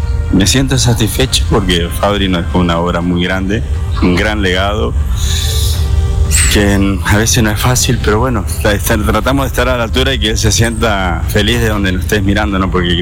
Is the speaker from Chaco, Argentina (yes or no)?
yes; Laguna Limpia, Chaco, Argentina; now in Resistencia, Argentina; Yo soy un pueblito distante a 169 kilómetros de aquí, que se llama Laguna Limpia.